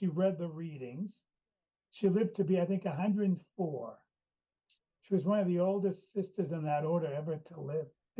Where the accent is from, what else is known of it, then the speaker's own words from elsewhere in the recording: Berlin, United States; We were going to my hometown of Berlin, where she'd served for many, many years.